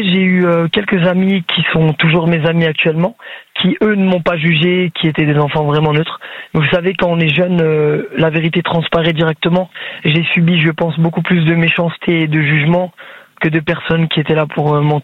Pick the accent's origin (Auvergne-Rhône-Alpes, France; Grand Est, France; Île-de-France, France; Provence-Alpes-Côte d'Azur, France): Grand Est, France; Guebwiller; Je suis originaire d'Alsace, dans le Haut-Rhin.